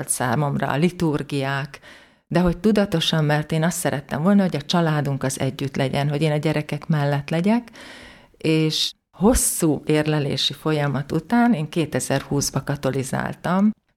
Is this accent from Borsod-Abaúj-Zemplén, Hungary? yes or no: yes; Borsod-Abaúj-Zemplén, Hungary; moved away as an adult; now in Budapest, Hungary; Borsodban, egy kis faluban születtem, Aktelek mellett, egy nagyon picike, 400 lélek számú faluból származom, és egy református családban születtem. Édesanyám katolikus, de édesapám református